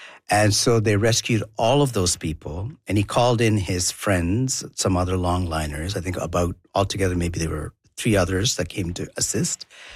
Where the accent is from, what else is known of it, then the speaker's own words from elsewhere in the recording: South India, India; first language Tamil; English is a second language; I was raised, born and raised in India, in southern India. I'm also Tamil heritage, so my mother tongue is Tamil.